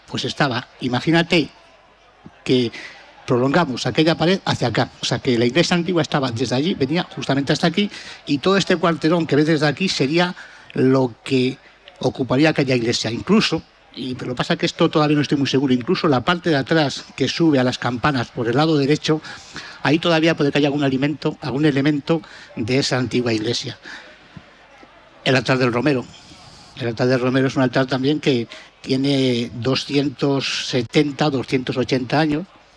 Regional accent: Navamorcuende, Castilla-La Mancha, Spain; nosotros hemos pertenecido a Ávila hasta el año 1833 aproximadamente, que fue cuando pasamos a Toledo.

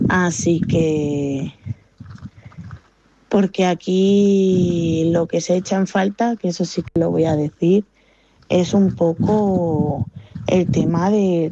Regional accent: Parla, Community of Madrid, Spain; moved away as an adult; now in El Torno, Spain; yo tenía allí en Madrid tenía trabajito en Parla, que es de donde soy yo, y me vine

